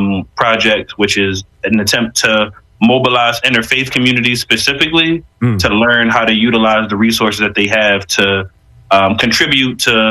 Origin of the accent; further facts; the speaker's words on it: Philadelphia, Pennsylvania, United States; I'm from West Philly, been in Southwest Philly for most of my life.